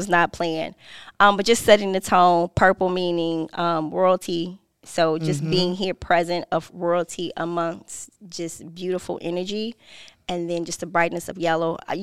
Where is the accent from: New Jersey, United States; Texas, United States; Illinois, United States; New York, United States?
Illinois, United States; Chicago; So I'm from Chicago, Southside.